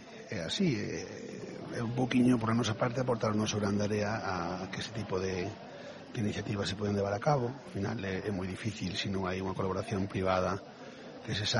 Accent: A Estrada, Galicia, Spain; Bueno, eu como estradense creo que a sidra probablemente estuvo aletargada durante moitos anos.

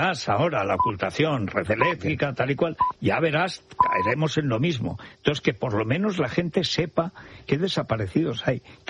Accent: Spain; born there; moved away; Era Guadalajara, pegado a mi pueblo. Y había un pueblo, eran pueblos muy pequeños, toda la parte del señorío de Molina, la parte de Monte

